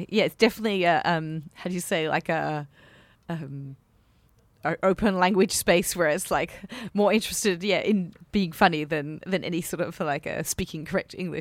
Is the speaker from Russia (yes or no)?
no; Australia; I'm from Australia, but like where stand-up comedy has existed for a really long time.